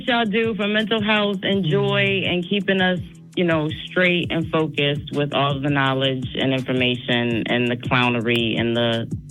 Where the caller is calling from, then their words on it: Connecticut, United States; from Connecticut.